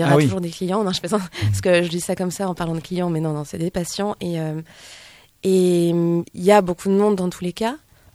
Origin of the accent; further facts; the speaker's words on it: Réunion; now in Capbreton, France; Donc, je suis partie de La Réunion, j'ai encore bougé pas mal, j'ai voyagé pendant 2 ans.